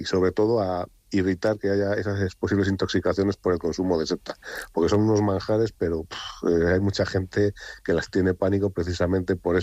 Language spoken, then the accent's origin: Spanish; Montemayor de Pililla, Castile and León, Spain; de que venga gente a mi pueblo, a nuestro pueblo, a conocer nuestro pueblo.